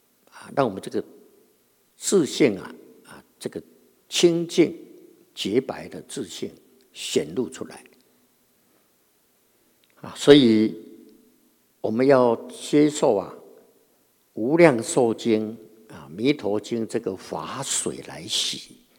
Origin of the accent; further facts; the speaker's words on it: China; 那么就是我们中国人常讲的啊，这个年头不好啊